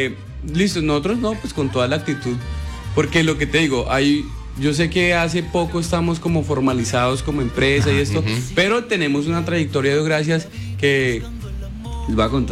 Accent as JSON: {"language": "Spanish", "town": "Rivera", "region": "Huila", "country": "Colombia", "tie": "born or raised there", "also_born_or_lived": "San Vicente del Caguán, Caquetá", "said": "Y pues yo nací en San Vicente y prácticamente me crié en Rivera."}